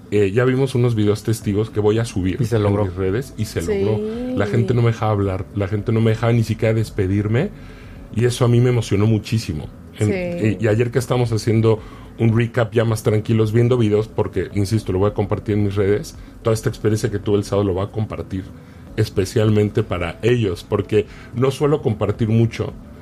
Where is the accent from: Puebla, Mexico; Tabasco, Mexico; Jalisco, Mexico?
Puebla, Mexico; also born or lived in Mexico City; now in Riviera Maya, Mexico; Yo nací en Ciudad de México, crecí en Puebla y llevo 5 años en Riviera Maya siendo base.